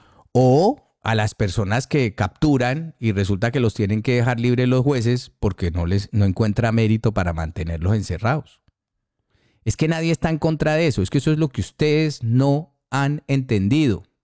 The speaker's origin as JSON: {"language": "Spanish", "country": "Colombia", "said": "somos buenos colombianos"}